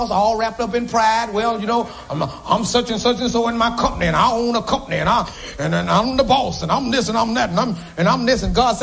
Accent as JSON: {"language": "English", "town": "Stony Hill", "region": "Saint Andrew", "country": "Jamaica", "said": "I'm from Stony Hill."}